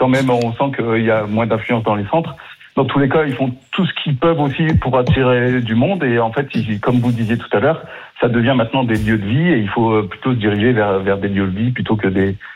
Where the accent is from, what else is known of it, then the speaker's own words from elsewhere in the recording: Calais, Hauts-de-France, France; born there; on est voisins, puisque moi, je suis né à Calais, exactement.